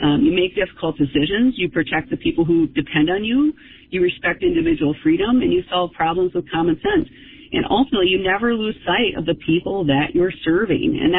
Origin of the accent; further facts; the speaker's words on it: Wisconsin, United States; I grew up right here in Calumet County, right in the district. I was born and raised here on a dairy farm.